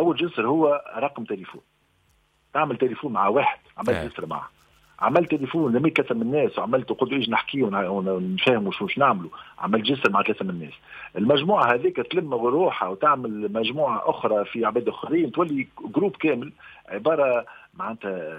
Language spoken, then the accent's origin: Arabic; Tunisia; عندنا في تونس